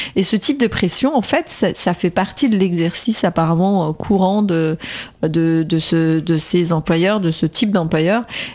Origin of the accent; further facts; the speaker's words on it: Argenteuil, Île-de-France, France; un ami d'enfance, on a grandi ensemble à Argenteuil, Maître Amida.